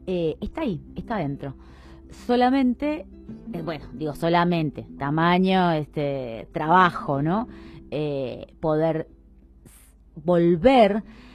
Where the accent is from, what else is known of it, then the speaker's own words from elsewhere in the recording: Argentina; Y nuestro país, porque somos argentinos